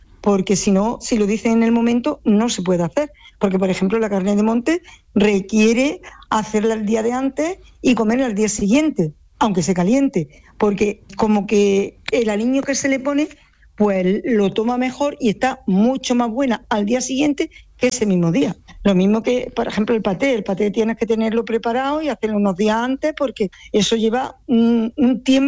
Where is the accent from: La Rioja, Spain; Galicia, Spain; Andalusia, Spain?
Andalusia, Spain; Andújar; Pues yo, aunque todavía soy joven, pero y aunque soy de Andújar